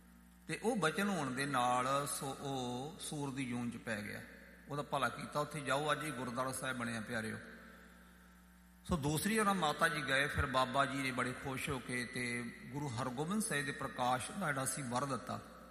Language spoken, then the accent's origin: Punjabi; Punjab, India; ਇਹਨਾਂ ਦਾ ਭੂਰੇ ਕੋਨੇ ਮੇਰਾ ਪਿੰਡ ਝਾਮਕਾ ਮਾਣੋ ਚਾਲ, ਅਤੇ ਸਾਡੇ ਤੋਂ ਕੋਈ 10 ਕਿਲੋਮੀਟਰ 'ਤੇ ਝਬਾਲ, ਅਤੇ ਝਬਾਲ ਤੋਂ 1 ਕਿਲੋਮੀਟਰ ਅੱਗੇ ਬਾਬਾ ਬੁੱਢਾ ਸਾਹਿਬ ਦੀ ਬੀੜ।